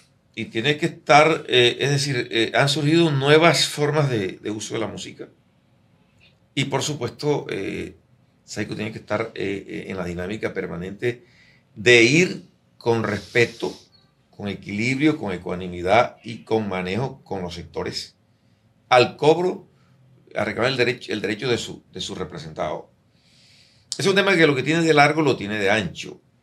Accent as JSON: {"language": "Spanish", "country": "Colombia", "said": "Somos unos colombianos que lo que hacemos es esto."}